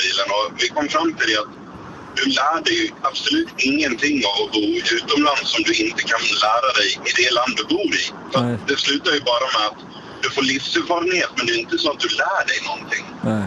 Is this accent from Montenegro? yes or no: no; Småland, Sweden; accent: svosk; now in Norway; Alltså problemet är att jag pratar svosk. Jag är ju smålänning egentligen, så jag kan ju inte säga R.